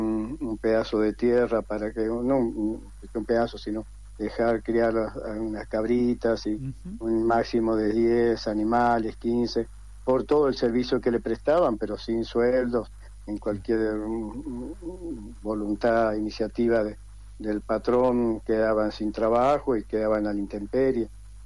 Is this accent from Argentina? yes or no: yes; Buenos Aires, Argentina; moved away as an adult; yo soy de Buenos Aires, pero vine a incorporarme en la pastoral